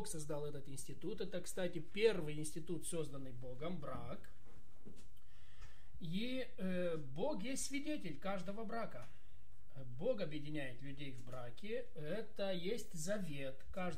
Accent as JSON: {"language": "Russian", "country": "Moldova", "said": "Здравствуйте, друзья! Я пастор из Молдовы."}